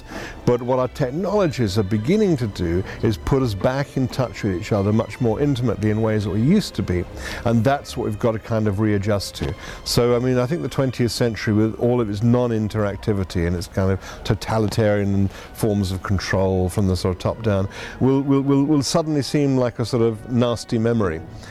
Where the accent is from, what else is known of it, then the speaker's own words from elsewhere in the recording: United Kingdom; I'm British